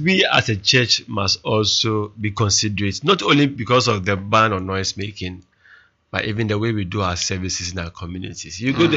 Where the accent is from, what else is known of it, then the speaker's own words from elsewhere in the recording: Ghana; as a Ghanaian person